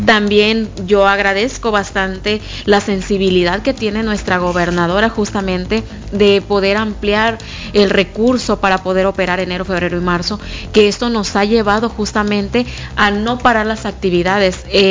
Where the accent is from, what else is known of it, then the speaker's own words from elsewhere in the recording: Manzanillo, Colima, Mexico; Yo soy de Manzanillo, soy del Colomo